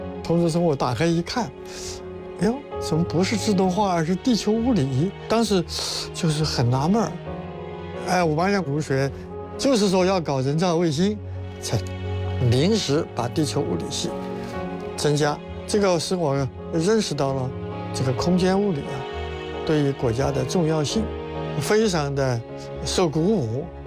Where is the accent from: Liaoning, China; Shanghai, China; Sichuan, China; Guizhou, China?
Sichuan, China; Mianyang; 我出生在四川省绵阳，我的家乡呢，丰谷镇呢，也产井盐。